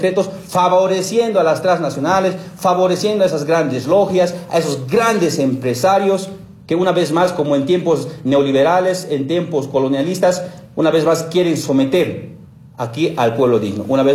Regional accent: Bolivia; todos los que somos bolivianos y bolivianas

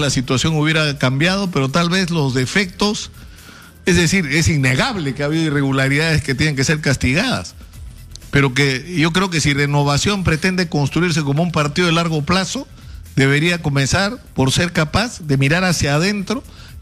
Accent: Peru

